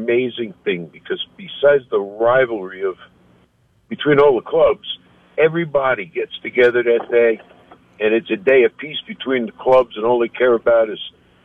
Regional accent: New York City, New York, United States; now in New Mexico, United States; I came here from New York. I grew up in Brooklyn.

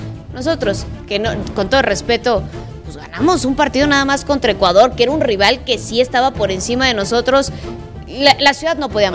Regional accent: Mexico; te lo digo como mexicana, y aunque nos revienta muchas veces su forma de serlo, y yo lo mencionaba al principio del programa. Me cuesta tal vez entenderlo porque yo no crecí donde se respiraba, se come, se desayuna y se cena fútbol como lo hacen los argentinos.

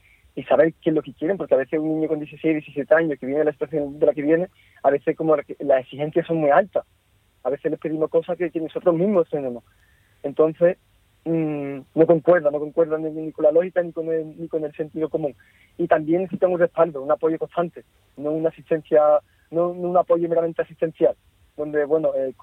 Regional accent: Cádiz, Andalusia, Spain; Bueno, yo primero soy de Cádiz, yo me he criado en Cádiz, llevo toda la vida en Cádiz, he crecido allí, he mamado Cádiz, como bien se dice.

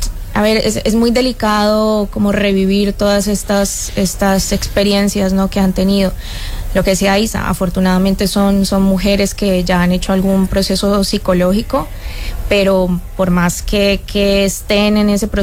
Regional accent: Colombia; Sí, soy colombiana, pero no tengo historias cercanas.

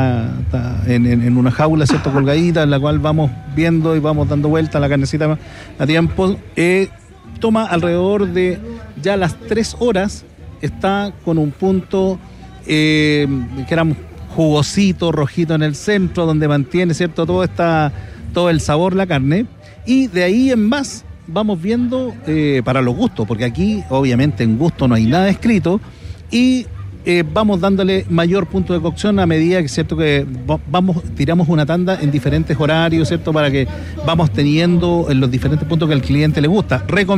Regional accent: Peñaflor, Santiago Metropolitan Region, Chile; Nosotros somos oriundos de Peñaflor. Ahora estamos con el restaurante en Talagante. Y claro, he estado toda la vida inmerso en esto.

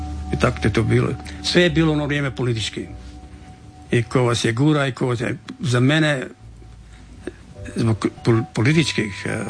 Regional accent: Čavoglave, Šibenik-Knin County, Croatia; E, kad sam došao iz Čavoglava, kao pravi vlaj, onaj, mali seljak, bio sam ko spužva.

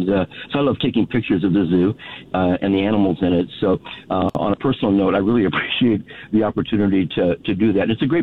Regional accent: Omaha, Nebraska, United States; I grew up in Omaha, Nebraska, where we had, I'm 75, so going way back, they had a zoo there.

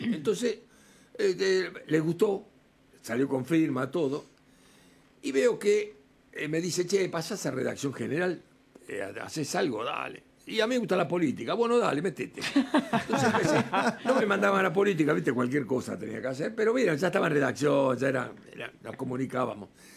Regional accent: San Telmo, Buenos Aires, Argentina; born there; yo nací en San Telmo.

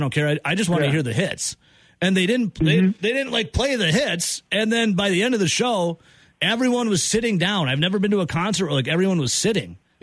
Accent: Dodgeville, Wisconsin, United States; That's my stomping grounds. That's my hometown.

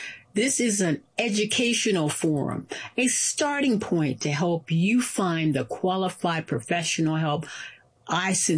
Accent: United States; born there; as a Black woman, as a lawyer, as an American citizen, born here

